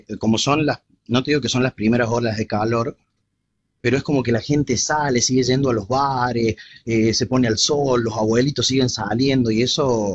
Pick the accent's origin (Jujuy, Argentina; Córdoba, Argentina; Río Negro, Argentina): Córdoba, Argentina; moved away; Córdoba, de Córdoba. Sí, no soy cordobés.